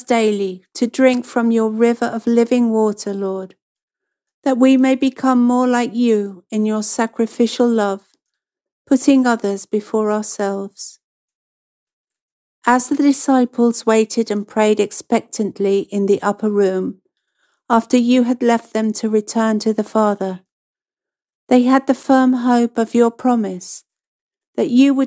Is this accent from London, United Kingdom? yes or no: no; East of England, United Kingdom; I'm from Cambridgeshire.